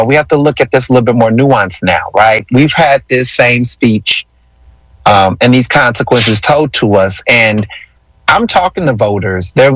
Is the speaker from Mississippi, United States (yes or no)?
no; Texas, United States; now in Philadelphia, United States; you know, I grew up in Texas, and I kept telling people that Philadelphia sometimes don't take advantage of the rights that we do have.